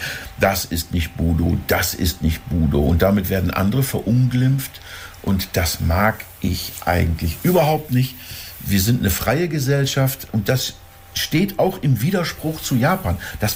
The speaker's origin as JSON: {"language": "German", "region": "Northern Germany", "country": "Germany", "said": "wir sind Norddeutsche"}